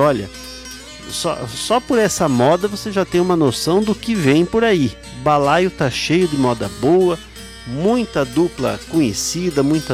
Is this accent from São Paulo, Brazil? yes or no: no; Chapecó, Santa Catarina, Brazil; born there; eu vou lá para a minha terra, lá para Chapecó